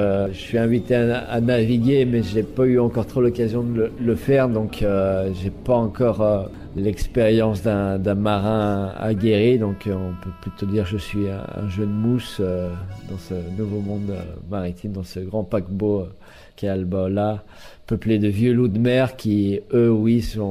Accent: France; accent: French; moved away; dès que je vais en France, on m'appelle le basque ou l'espagnol. Dès que je suis là, mon accent français ressort direct.

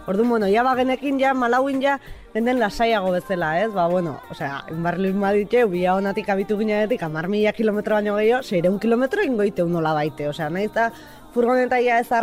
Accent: Villabona, Basque Country, Spain; eta bueno, Luisak esan duen bezala Bilabonako gea bilok

